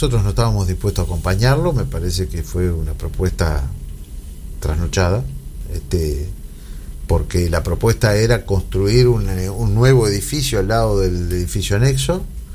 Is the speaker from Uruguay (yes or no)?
yes; Uruguay